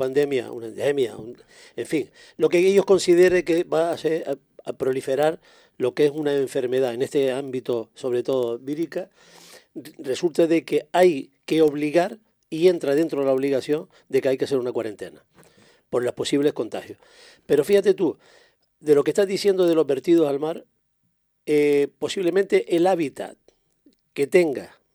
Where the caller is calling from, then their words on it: Canary Islands, Spain; los canarios somos inmorales.